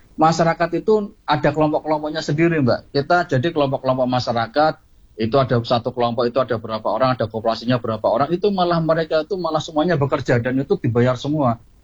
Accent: Semarang, Central Java, Indonesia; saya berharap nih sebagai warga Kota Semarang

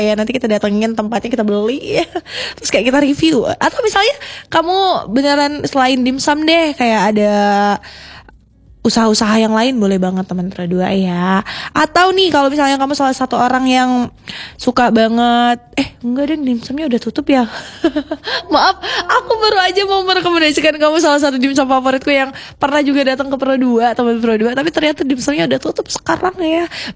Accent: Palembang, South Sumatra, Indonesia; yang juga jadi pengganti nasi sebagai orang Palembang adalah akhir-akhir ini apa coba?

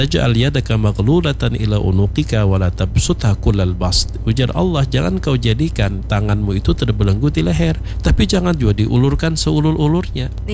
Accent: South Kalimantan, Indonesia; Sabar itu dalam pepatah kita orang Banjar adalah wajah sampai ke puting, itu sabar.

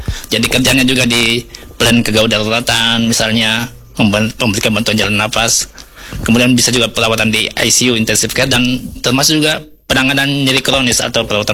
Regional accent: Biak, Papua, Indonesia; also born or lived in Makassar; saya sendiri ini memang lahir dan besar di Biak ya. Jadi SD sampai SMA di Biak, kemudian melanjutkan sekolah di Kedokteran Unhas. Habis itu kembali menjadi PNS di Biak

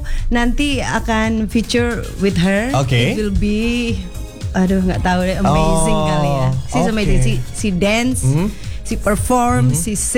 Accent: Batu, East Java, Indonesia; born or raised there

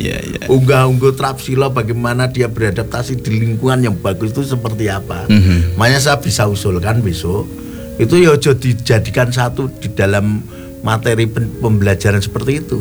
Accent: Special Region of Yogyakarta, Indonesia

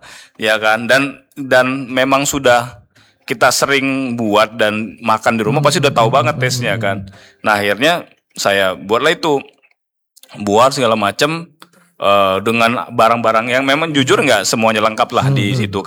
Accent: Tanjung Balai, North Sumatra, Indonesia; jadi kita memang Melayu Tanjung Balai, di mana kita dulu pernah tinggal di Sungai Dua itu kan.

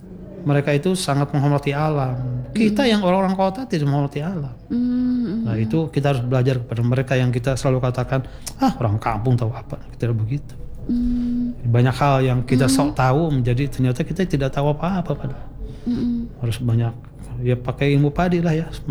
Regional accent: Banten, Indonesia; Tetapi kalau menurut saya sebagai orang Banten yang besar di Banten bisa membedakan dah. Saya pernah kuliah di kota besar di Bandung, di Jakarta. Di Banten itu jauh, mesti jauh lebih baik.

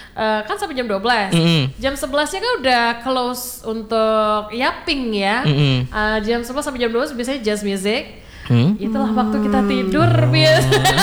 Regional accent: Batam, Riau Islands, Indonesia

